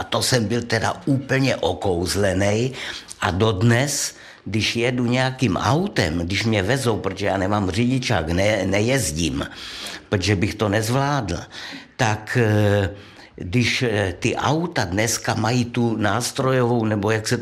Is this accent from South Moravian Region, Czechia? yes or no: yes; Brno, South Moravian Region, Czechia; moved away as an adult; now in Prague, Czechia; Protože já pocházím z Brna, že jo, strávil jsem tam 54 let života. Pak jsem se přestěhoval do Prahy